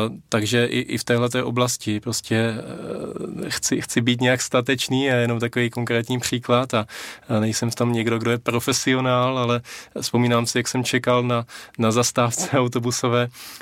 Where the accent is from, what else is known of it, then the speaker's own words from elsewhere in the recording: Kolín, Central Bohemian Region, Czechia; pocházím z Kolína, tam mají takovou výtečnou pekárnu